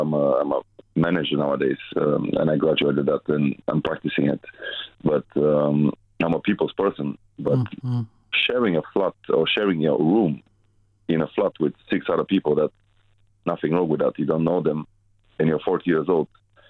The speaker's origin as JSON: {"language": "English", "country": "Bulgaria", "said": "because I'm from Bulgaria"}